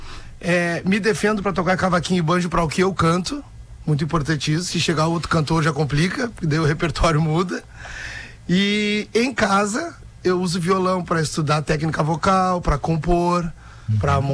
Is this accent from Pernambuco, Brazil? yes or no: no; Viamão, Rio Grande do Sul, Brazil; Meu avô paterno, Suelci, saudoso Suelci, é um dos fundadores da Unidos de Vila Isabel de Viamão, de onde eu sou oriundo, né?